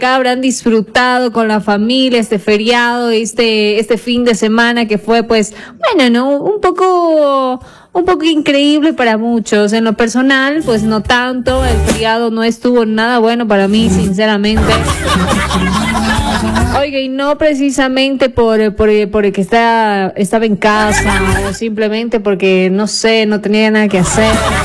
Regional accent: Ecuador; nosotros como ecuatorianos

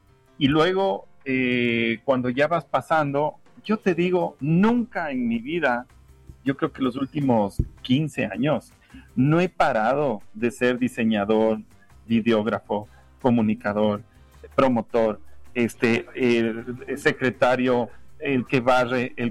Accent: Ecuador; moved away as an adult; also born or lived in United States; now in Mexico City, Mexico; todo lo que somos de Ecuador

